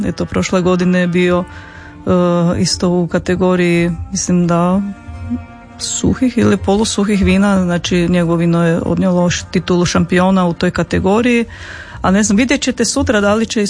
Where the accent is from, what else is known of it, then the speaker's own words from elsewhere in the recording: Krapina-Zagorje County, Croatia; Kod nas u Zagorju ima jako puno tih malih lokalnih udruga